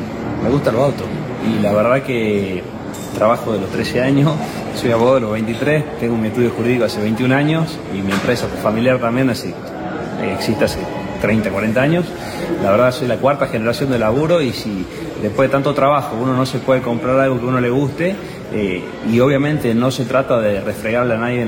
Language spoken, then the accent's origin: Spanish; Jujuy, Argentina; No, yo vivo en Jujuy, soy de Jujuy, y la camioneta la compré para mi uso diario en Jujuy.